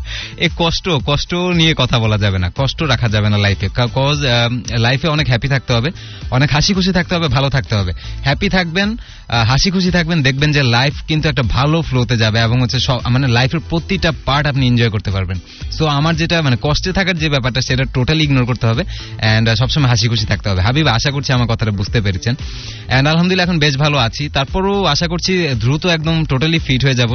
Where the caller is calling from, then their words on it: Rangpur, Rangpur Division, Bangladesh; আসসালামু আলাইকুম ভাই, কেমন আছেন? … আমি সবসময় শুনতে পারি না